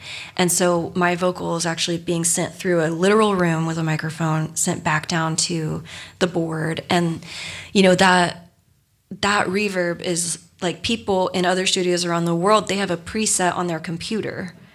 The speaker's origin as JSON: {"language": "English", "region": "Texas", "country": "United States", "tie": "born or raised there", "said": "growing up in Texas"}